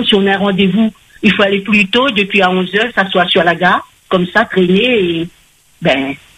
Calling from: Réunion; Et là, on est français. Il faut pas nous confondre avec les Mauriciens, par contre.

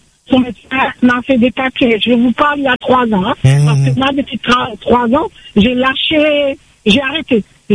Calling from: Saint-Leu, Réunion; J'habite à Saint-Leu.

